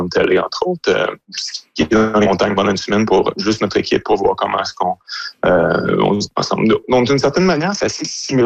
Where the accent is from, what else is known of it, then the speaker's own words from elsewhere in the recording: Quebec, Canada; Ah oui, mais moi, je viens de l'Abitibi, donc je suis habitué, oui.